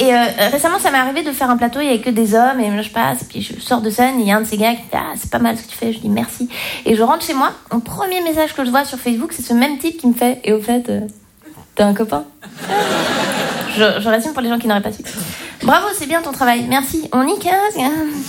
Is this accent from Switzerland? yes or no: yes; Romandy, Switzerland